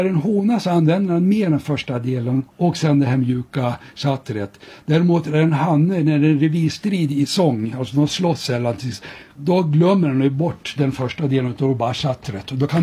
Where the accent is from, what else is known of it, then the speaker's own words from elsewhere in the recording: Surahammar, Västmanland County, Sweden; moved away as an adult; also born or lived in Uppsala; jag är ju född i Surahammar. När jag flyttade till Uppsala och började läsa biologin så märkte jag att de sjunger helt annorlunda i Uppsala än i mina hemtrakter.